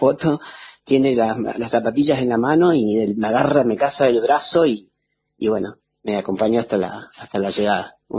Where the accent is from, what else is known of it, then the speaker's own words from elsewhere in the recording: Esquel, Chubut, Argentina; moved away as an adult; now in El Chaltén, Argentina; Mi corazón siempre está en Esquel y yo amo Esquel y soy de Esquel, o sea, por más que esté trabajando hoy en Santa Cruz, en Chaltén